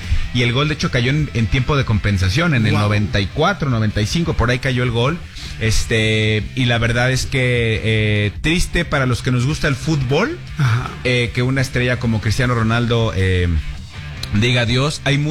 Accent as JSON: {"language": "Spanish", "country": "Mexico", "said": "y como mexicano, pues sí te da como esa cosita, es el rival lógico del área, ¿no?"}